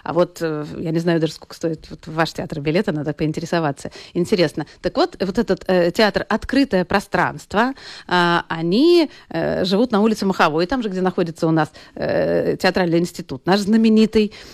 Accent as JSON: {"language": "Russian", "region": "Saint Petersburg", "country": "Russia", "said": "я сама из Петербурга"}